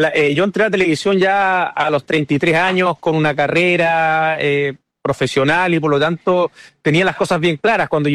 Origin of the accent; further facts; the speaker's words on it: Puerto Montt, Los Lagos, Chile; moved away as an adult; also born or lived in Santiago / London / Madrid; Puerto Montt, tratando de devolverle todo eso que ya me había entregado en mi ciudad natal, donde pasé mi niñez, donde tenía muy lindos recuerdos